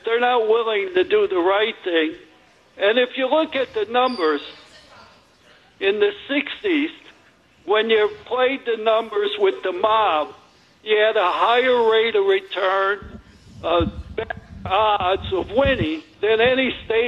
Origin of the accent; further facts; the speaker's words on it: Chicago, Illinois, United States; So I grew up in Chicago, and they called gambling a tax on the stupid.